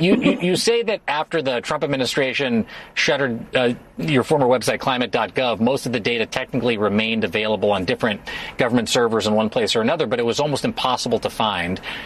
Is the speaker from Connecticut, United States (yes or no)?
no; Los Angeles, California, United States; the horrible, horrible wildfires that happened in my hometown of Los Angeles.